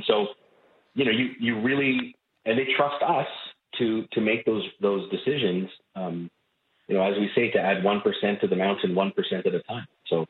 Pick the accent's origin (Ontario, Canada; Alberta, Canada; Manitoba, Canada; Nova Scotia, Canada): Alberta, Canada; Edmonton; So historically, the drivers of growth in Canada, I'm actually originally from Edmonton, is we sort of dig stuff out of the ground